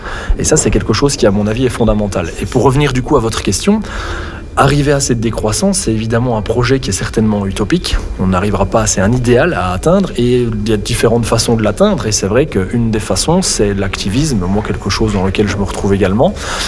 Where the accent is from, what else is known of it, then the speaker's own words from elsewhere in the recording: Belgium; moi je suis belge, mais on le voit en Belgique